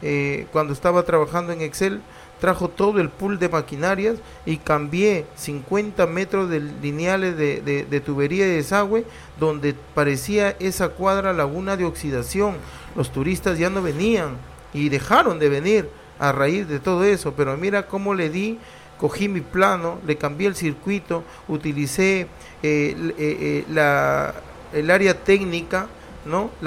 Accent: Peru; Somos tucumanos

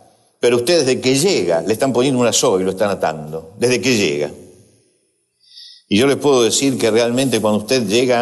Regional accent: Argentina; Somos libres los argentinos

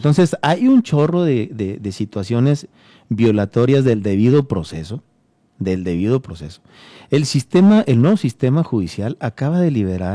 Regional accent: Mexico

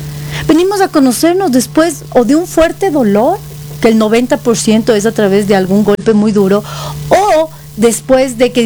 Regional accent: Ecuador

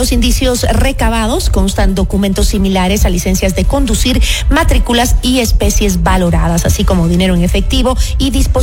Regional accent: Ecuador; con toda la buena energía que tenemos los ecuatorianos

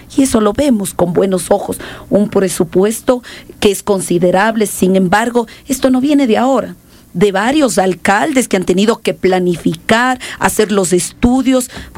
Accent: Cuenca, Azuay, Ecuador; yo soy parte de Sayaucí, donde nace el Cajas, nace las lagunas y nace el agua.

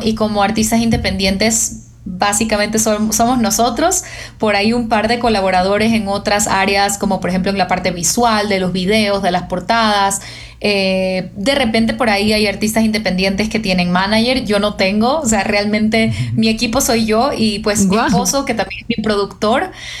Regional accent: Guayaquil, Guayas, Ecuador; soy ecuatoriana y que soy de Guayaquil

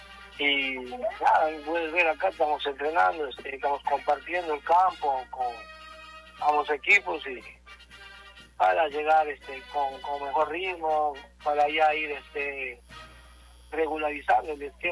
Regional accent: Rioja, San Martín, Peru

